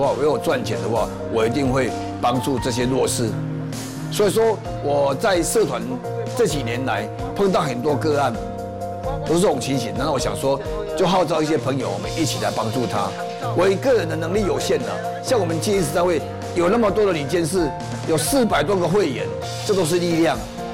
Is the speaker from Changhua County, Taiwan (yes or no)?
no; Taichung, Taiwan; moved away as an adult; now in Kaohsiung, Taiwan; 我是台中人，我下来高雄今年第19年。我刚从台中下来的时候